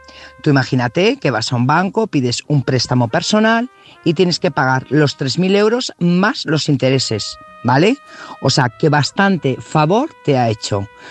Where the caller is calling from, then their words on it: Burgos, Castile and León, Spain; corresponsal de Burgos.